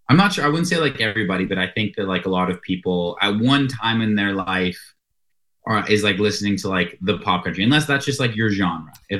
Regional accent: Coaldale, Alberta, Canada; He was from Coaldale, like my hometown that I grew up in.

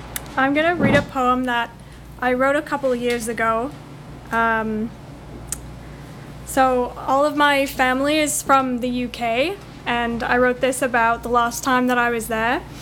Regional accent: Ontario, Canada; though I grew up in Ontario

